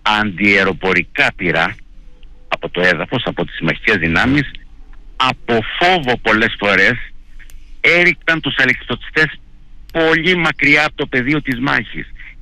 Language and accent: Greek; Crete, Greece